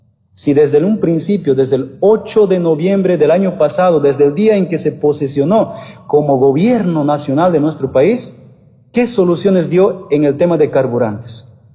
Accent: Bolivia; el dueños natos somos los bolivianos.

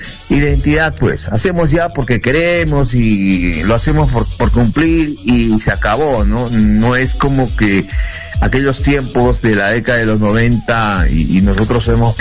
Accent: San Isidro, La Joya district, Arequipa, Peru; porque somos de San Isidro, hemos estudiado allá en la irrigación de San Isidro, somos del colegio Héroes del Cenepa.

